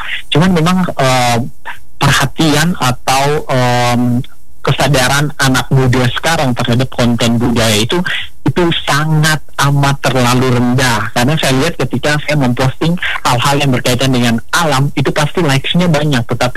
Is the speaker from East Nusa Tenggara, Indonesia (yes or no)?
yes; Rote Island, East Nusa Tenggara, Indonesia; saya lahir di Pulau Rote